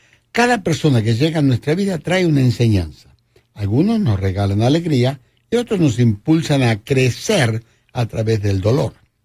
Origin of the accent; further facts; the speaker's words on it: Argentina; Por supuesto, como argentino, me encantaría que sea Argentina